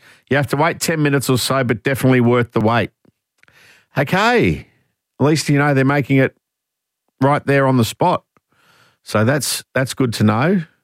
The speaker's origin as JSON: {"language": "English", "town": "Tarragindi", "region": "Queensland", "country": "Australia", "tie": "born or raised there", "said": "I grew up on Cracknell Road in Tarragindi."}